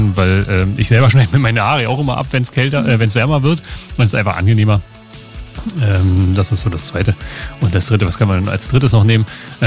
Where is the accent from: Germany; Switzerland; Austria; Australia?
Germany; Burg; ich komme ja aus Burg und da ist ja auch viel Tourismusverkehr